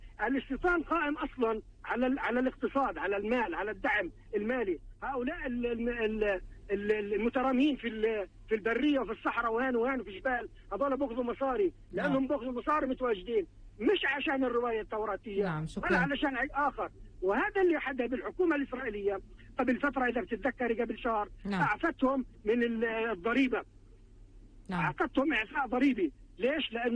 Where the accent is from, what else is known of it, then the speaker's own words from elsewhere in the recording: Palestine; احنا كفلسطينيين، انا كفلسطيني